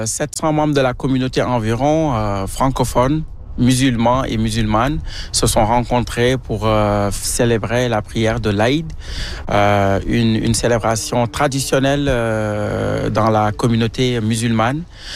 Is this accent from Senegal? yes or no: yes; Senegal; Justement, moi je suis originaire du Sénégal